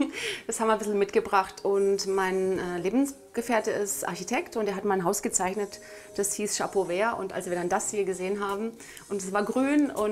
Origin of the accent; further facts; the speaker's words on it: Freiburg, Baden-Württemberg, Germany; now in Lübs, Germany; Ich bin ursprünglich aus Südbaden, Freiburg, an der französischen Grenze und es ist nahe zum Elsass